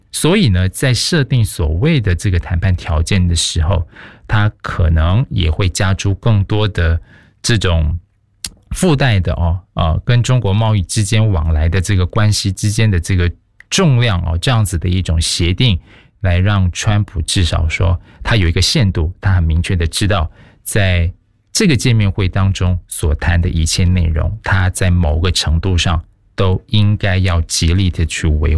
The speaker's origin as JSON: {"language": "Chinese", "country": "Malaysia", "tie": "born or raised there", "said": "包括我本身在90年代的孩子，即便我们在东南亚，我在马来西亚成长长大也好"}